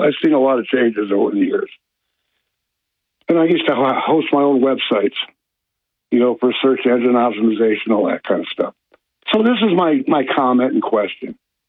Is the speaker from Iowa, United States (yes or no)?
yes; Iowa, United States; moved away as an adult; also born or lived in Endicott / Colorado; I grew up in Iowa